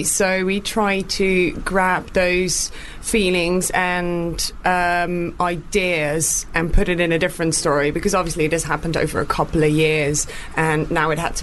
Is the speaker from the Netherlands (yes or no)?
yes; Netherlands; because I'm from the Netherlands and Claudia's from Italy